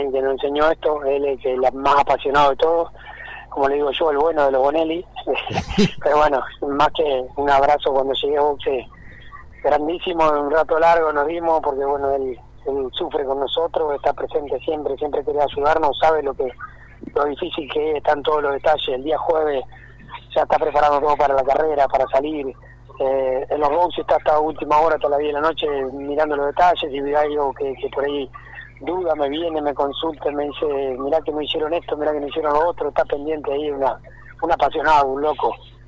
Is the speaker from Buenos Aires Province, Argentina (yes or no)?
no; Concepción del Uruguay, Entre Ríos, Argentina; siento que soy el representante del Turismo Carretera de Concepción Uruguay, siempre la gente me apoya, me ve en la ciudad